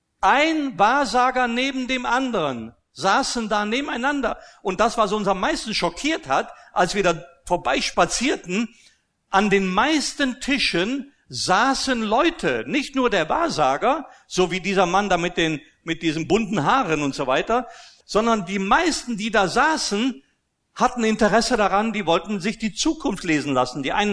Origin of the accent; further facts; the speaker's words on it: Austria; ich bin ja in Österreich groß geworden, römisch-katholisch